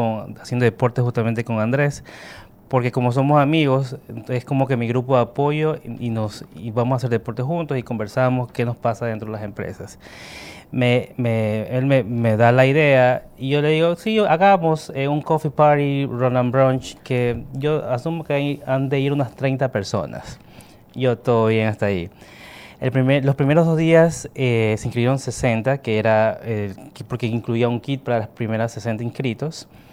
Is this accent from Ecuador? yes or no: yes; Guayaquil, Guayas, Ecuador; tengo como una obligación como ciudadano guayaquileño contribuir con mi ciudad